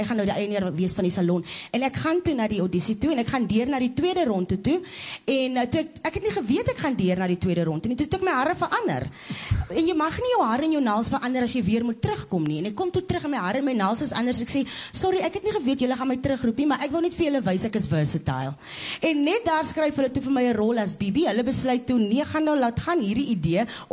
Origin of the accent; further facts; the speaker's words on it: Cape Town, Western Cape, South Africa; also born or lived in Eerste River / Bellair / Ravensmead; now in Johannesburg, South Africa; Ek het groot geword in Eerste Rivier, in die Kaap. So dit was ons eerste huis waar ons geblei het. Voor dit baie ander plekjes geblei, Bellaar, Ravensmead, maar die eerste huis wat my ouers gekoop het was in Eerste Rivier